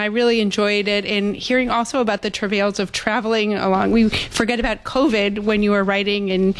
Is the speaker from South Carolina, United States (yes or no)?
no; Chicago, Illinois, United States; born or raised there